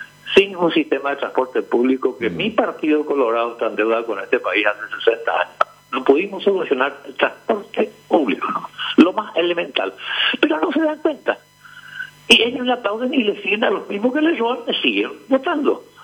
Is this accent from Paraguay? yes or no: yes; Paraguay; Primero sos paraguayo